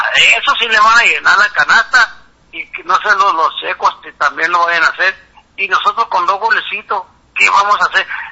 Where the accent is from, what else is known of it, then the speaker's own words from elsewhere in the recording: Brazil; pero yo soy brasileño.